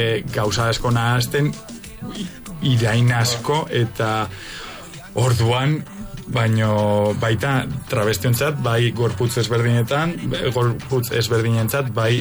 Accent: Agurain, Basque Country, Spain; nire herrian agurain dela

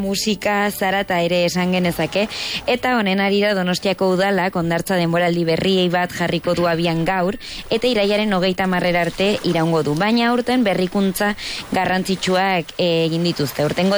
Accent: Eltzaburu, Navarre, Spain; nire herritik, eltzaburutik

